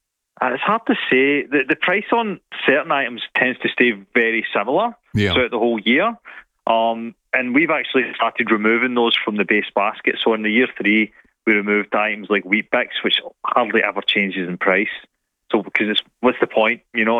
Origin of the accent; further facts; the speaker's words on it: Scotland, United Kingdom; really thick soups that I love to make because I'm Scottish.